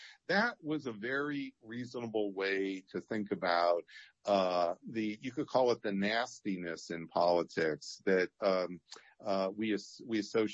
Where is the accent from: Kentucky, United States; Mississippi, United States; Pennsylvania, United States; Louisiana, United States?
Pennsylvania, United States; Erie; April 2025. Yeah, yep. … So I'm from Western PA. I'm from Erie, Pennsylvania.